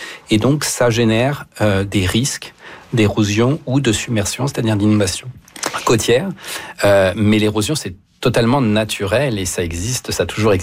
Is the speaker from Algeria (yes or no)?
no; Hauts-de-France, France; Moi, j'ai grandi dans le au nord de Paris, mais c'est en Picardie, en fait. C'est une région